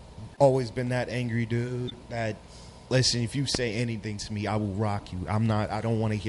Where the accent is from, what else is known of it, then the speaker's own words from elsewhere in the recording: Texas, United States; moved away; also born or lived in Louisiana; I'm originally from Texas. I'm not even from here.